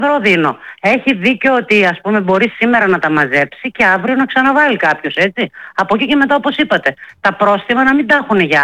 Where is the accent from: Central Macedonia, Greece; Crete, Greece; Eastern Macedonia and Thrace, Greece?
Central Macedonia, Greece; Potidaea; εμείς είμαστε από την Ποτίδα, ένα συνοικισμό έξω από